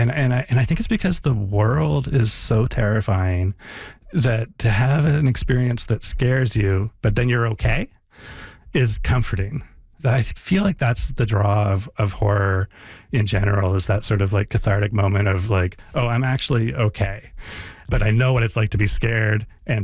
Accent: Canada; also born or lived in San Francisco, United States; Like, I was born in San Francisco. My parents moved to Canada when I was a baby.

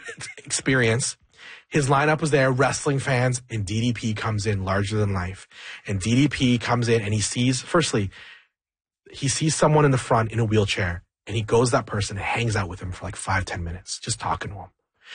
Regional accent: Canada; I'm a Canadian that stayed in Canada.

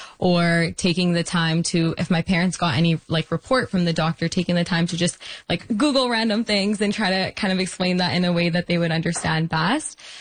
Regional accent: Ontario, Canada; growing up in Peel, I've seen the need. You know, there's over 800,000 residents. There's one hospital that serves the community.

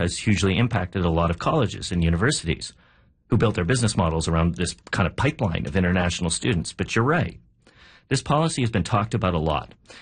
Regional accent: Canada; And as a 23-year-old brown person who grew up in Canada in the 80s

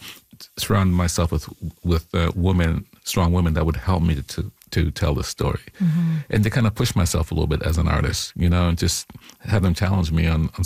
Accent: Jamaica; born there; I mean, I was born in Jamaica, you know, and so the idea of magic and reality operating on the same plane is not unusual for me.

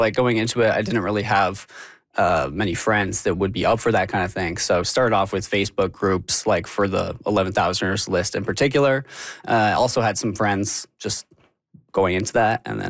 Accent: Calgary, Alberta, Canada; I mean, I grew up in Calgary, and the Canadian Rockies are just the home range.

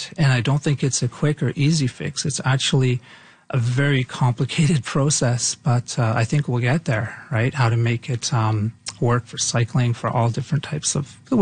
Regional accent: Toronto, Ontario, Canada; I am riffing off of a lot of things that inspired me as a kid growing up in Toronto.

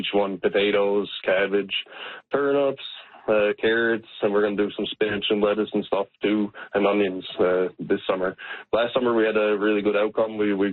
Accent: Witless Bay, Newfoundland and Labrador, Canada; I remember growing up, I'm from Whitless Bay on the Southern Shore. I remember growing up and going into Ghouls all the time and just seeing the plastic on the fields

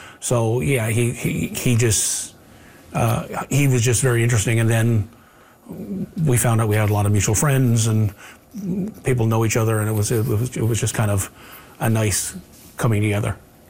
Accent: Flat Bay, Newfoundland and Labrador, Canada; now in St. John's, Canada; I'm an artist from Flat Bay, Newfoundland, and I currently live in St. John's, Newfoundland

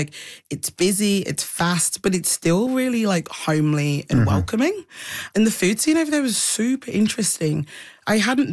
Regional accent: Ekiti, Nigeria; So I'm from Ekiti State, which is just like maybe 2 hours north of Lagos.

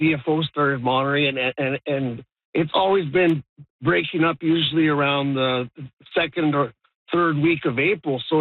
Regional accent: Northwest Territories, Canada; I grew up around the Great Slave Lake and worked in the South Slave and the Detcho regions.

